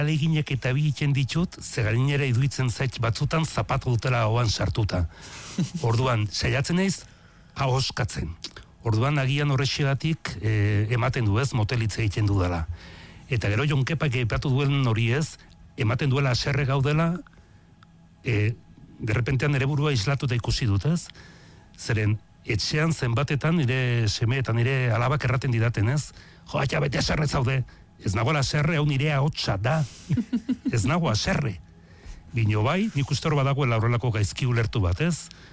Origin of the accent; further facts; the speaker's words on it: Legasa, Navarre, Spain; Bai, ni Legazakoa naiz. Legaza da erritxiki bat, hor Bertizaranan.